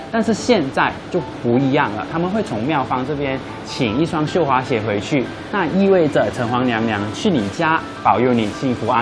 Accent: Malaysia; 我本身是马来西亚的学生。

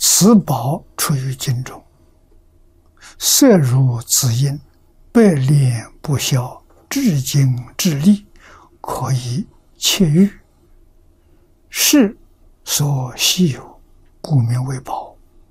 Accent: China; 我们中国人叫五金，金银铜铁锡这五类

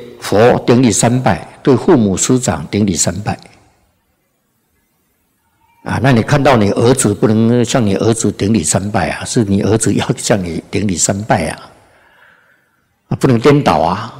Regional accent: China; 我们中国人啊，近代的中国人

